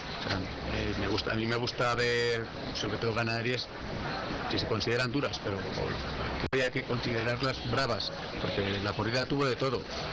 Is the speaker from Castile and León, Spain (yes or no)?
yes; Roa, Castile and León, Spain; en mi pueblo, claro, en Roa de Duero